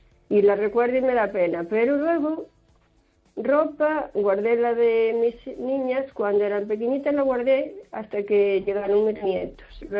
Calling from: O Carballiño, Galicia, Spain; de Carballiño.

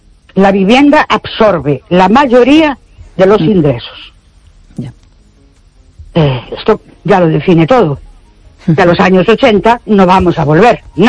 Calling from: Ourense, Galicia, Spain; Buenas noches … de Orense.

